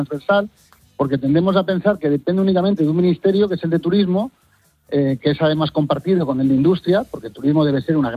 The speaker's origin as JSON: {"language": "Spanish", "town": "Benidorm", "region": "Valencian Community", "country": "Spain", "tie": "born or raised there", "said": "yo vengo de un lugar como es Benidorm. Soy natural de aquí, soy el mayor de la cuarta generación de una familia de empresarios turísticos de esta ciudad."}